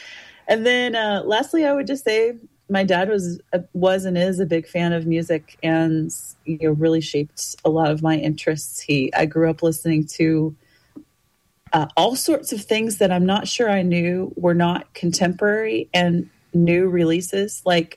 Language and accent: English; Cave Springs, Arkansas, United States; I was born in Cave Springs, Arkansas, and I have lived in Arkansas all my life. I've wandered around the globe for shorter stints of time, but I always come back home so far.